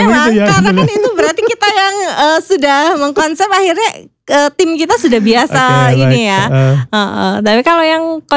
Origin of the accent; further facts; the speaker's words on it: Purbalingga, Central Java, Indonesia; Silakan, saya dari Purbalingga.